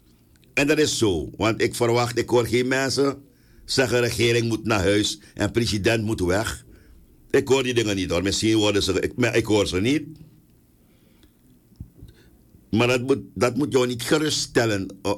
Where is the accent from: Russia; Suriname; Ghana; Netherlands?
Suriname; Tuurlijk zijn we allemaal Surinamers.